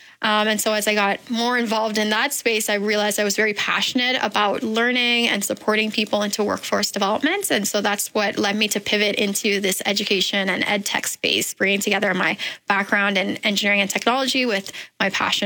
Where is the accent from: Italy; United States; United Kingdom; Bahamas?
Bahamas; Born and raised in the Bahamas.